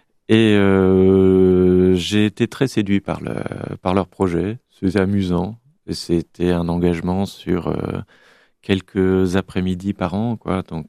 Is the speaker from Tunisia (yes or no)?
no; Brittany, France; Je suis breton d'origine, en fait